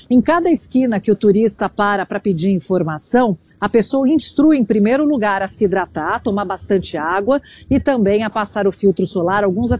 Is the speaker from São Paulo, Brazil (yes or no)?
yes; São Paulo, Brazil; Fala que eu sou de São Paulo, mas assim, viajando muito pelo Brasil, a gente pelo menos tem um ventinho